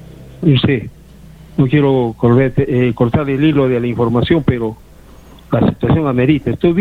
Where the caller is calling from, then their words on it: Arequipa, Peru; ya tengo ya 60 años, desde que tengo uso razón, 10 años, soy seguido fiel a mi equipo de mi tierra, ¿no? De Arequipa, el Melgar de Arequipa.